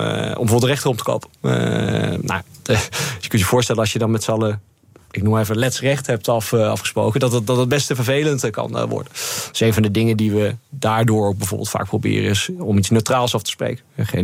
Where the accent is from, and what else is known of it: Netherlands; moved away